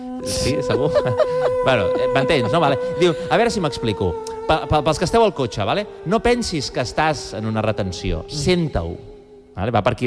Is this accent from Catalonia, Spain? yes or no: yes; Terrassa, Catalonia, Spain; Jo soc de Terrassa i vaig estudiar a l'Autònoma.